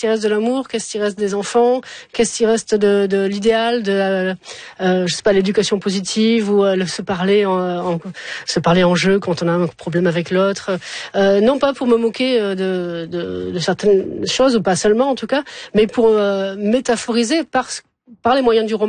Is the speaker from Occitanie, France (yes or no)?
yes; Montpellier, Occitanie, France; born there